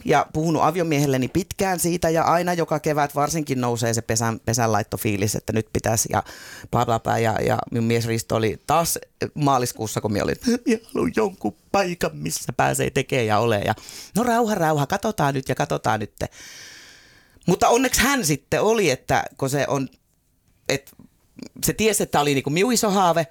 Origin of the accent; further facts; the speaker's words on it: Lappeenranta, South Karelia, Finland; moved away; minä olen siis itärajalta, minä olen siis Lappeenrannasta, Saimaan rannalta.